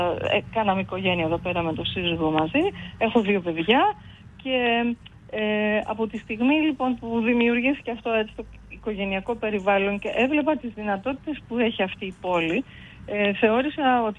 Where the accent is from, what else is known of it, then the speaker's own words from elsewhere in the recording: Germany; moved away as an adult; now in Naousa, Greece; Ναι, εκεί μεγάλωσα, εκεί σπούδασα.